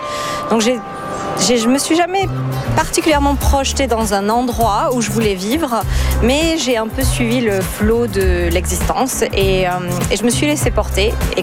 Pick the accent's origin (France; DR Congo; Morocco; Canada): France; Toulouse, Occitanie; moved away as an adult; also born or lived in Australia / New Zealand / India / United Kingdom; Donc, je suis originaire de Toulouse, dans le sud de la France, où j'ai grandi. Et suite à mes études, je suis partie dans différents pays à travers le monde.